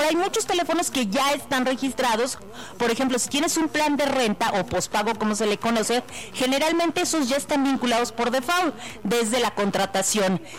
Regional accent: Mexico; Oye, y como buen mexicano, al último momento, sí.

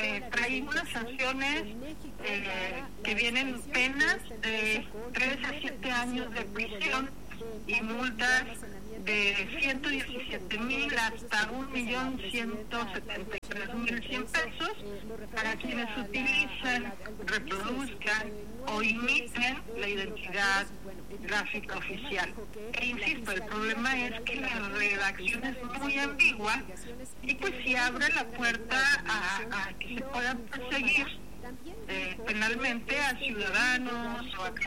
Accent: Mexico

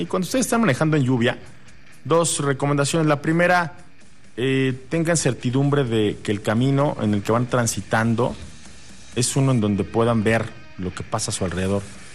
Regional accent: Mexico; a los mexicanos nos pone la piel de gallina

